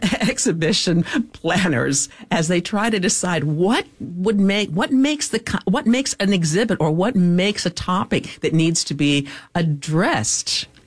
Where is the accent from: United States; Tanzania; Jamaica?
United States; But it's Judaism, as an American Jew, we are what we used to call that melting pot.